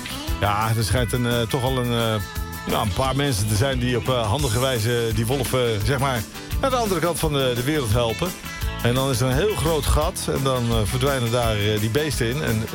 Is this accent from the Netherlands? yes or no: yes; Gelderland, Netherlands; zoveel mensen tegengekomen uit Noord-Holland ook, die allemaal aan het genieten waren van bij ons op de Veluwe.